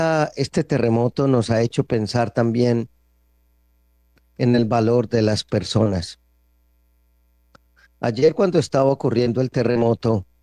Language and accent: Spanish; Colombia